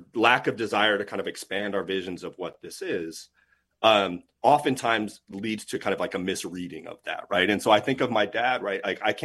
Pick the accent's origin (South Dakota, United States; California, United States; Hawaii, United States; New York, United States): California, United States; Los Angeles; I'm from Los Angeles, born and raised